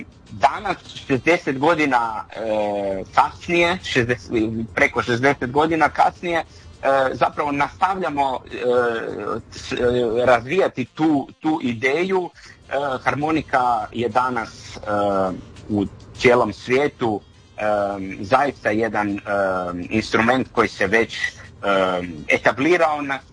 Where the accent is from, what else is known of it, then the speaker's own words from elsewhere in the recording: Istria County, Croatia; pogotovo kod nas u Istri